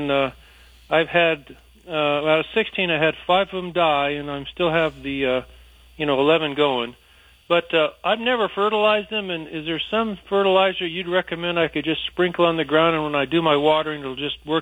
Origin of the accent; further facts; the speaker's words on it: Colorado, United States; moved away; I came from Colorado, and I put these in, and I never thought I'd be raking leaves in the desert every week down here for all these years.